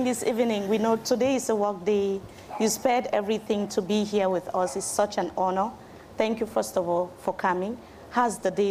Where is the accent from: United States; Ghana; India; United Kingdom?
Ghana; even some of us Ghanaians. See, I'm already a Ghanaian.